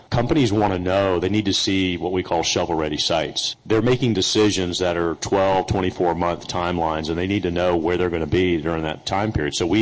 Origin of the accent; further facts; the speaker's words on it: Atlanta, Georgia, United States; now in Tennessee, United States; I grew up in Atlanta, by the way